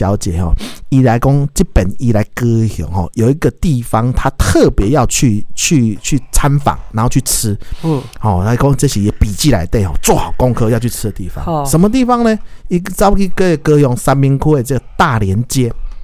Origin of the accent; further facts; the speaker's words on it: Taiwan; 哎，可能是我们台湾人不喜欢这个口味啦